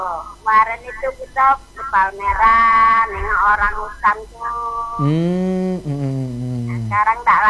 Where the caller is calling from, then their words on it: Jambi, Indonesia; Saya di Modong daratnya